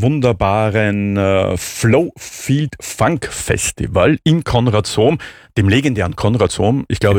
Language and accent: German; Vienna, Austria; Als Wiener natürlich immer eine Weltreise.